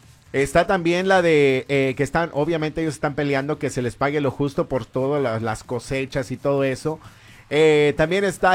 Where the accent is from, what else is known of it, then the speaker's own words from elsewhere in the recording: Mexico; Pero yo sí, a mí me da pena como mexicano, porque eso es lo que estamos mostrándole al mundo entero de cómo somos allá.